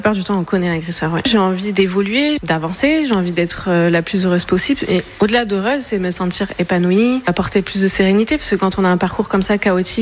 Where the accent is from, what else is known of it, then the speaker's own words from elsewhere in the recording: Fréjus, Provence-Alpes-Côte d'Azur, France; moved away as an adult; Je suis une petite varoise. Je viens de Fréjus parce que mon papa était dans la marine. Je suis restée jusqu'à 25 ans